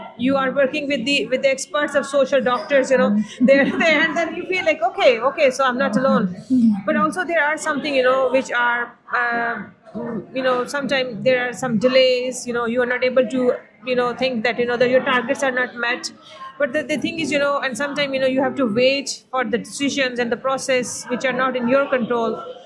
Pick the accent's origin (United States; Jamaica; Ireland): Ireland; Cork, Munster; And I say, because I'm from Cork, you know, and they say, okay, answer is done.